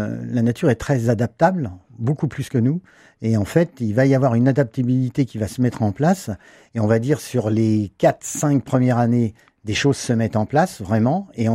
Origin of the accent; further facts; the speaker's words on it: Brittany, France; moved away; je suis breton d'origine